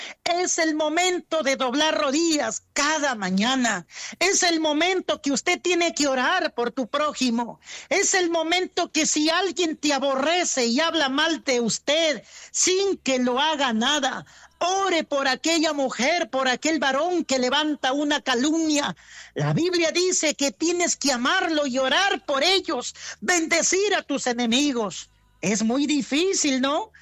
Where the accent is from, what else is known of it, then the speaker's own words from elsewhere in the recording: Peru; los peruanos, cuando vamos a disfrutar, siempre decimos la yapita